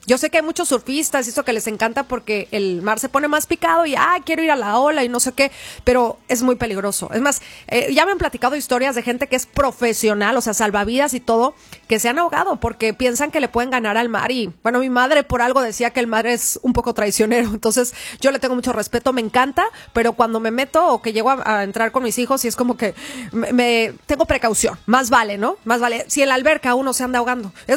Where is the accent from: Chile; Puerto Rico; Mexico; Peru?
Mexico; nosotros que somos mexicanos